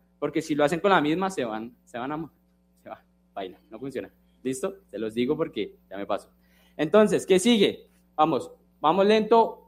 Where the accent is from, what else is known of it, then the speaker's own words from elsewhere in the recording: Bogotá, Bogotá Capital District, Colombia; yo soy Rolo